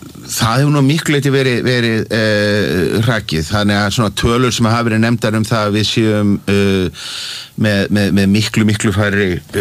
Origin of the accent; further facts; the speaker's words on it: Reykjavík, Capital Region, Iceland; ég ólst upp í Vesturbænum í Reykjavík og er í sko 1000 barna melaskóla